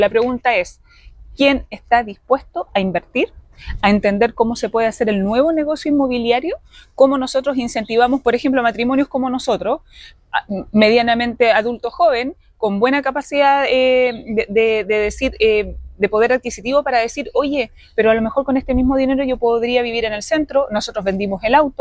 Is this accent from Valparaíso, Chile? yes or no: yes; Valparaíso, Chile; yo soy porteña y me encanta recordar Valparaíso